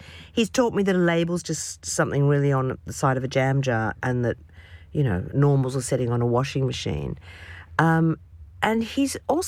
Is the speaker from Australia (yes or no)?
yes; Australia; especially when it came to Australians. They saw us as the Irish of the Pacific, a kind of recessive gene.